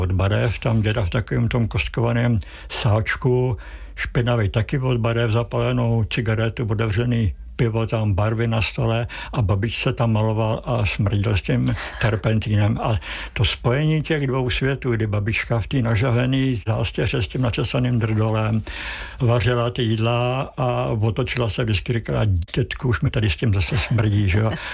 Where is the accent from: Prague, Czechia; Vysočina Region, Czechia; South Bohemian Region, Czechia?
Prague, Czechia; also born or lived in Vyšehrad, Prague; Já jsem se narodil pod Vyšehradem, ale bydleli jsme v Košířích, čiliže já do svých 15 let jsem v těch Košířích bydlel.